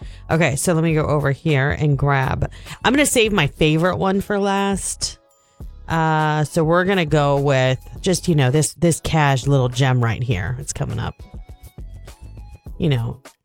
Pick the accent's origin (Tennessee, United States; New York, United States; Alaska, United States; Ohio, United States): Ohio, United States; North Canton; I'm from North Canton